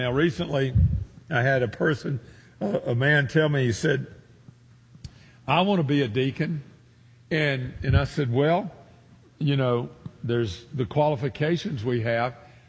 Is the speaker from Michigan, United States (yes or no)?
no; Memphis, Tennessee, United States; Of course, I'm from Memphis, and Oxford's less than 100 miles from us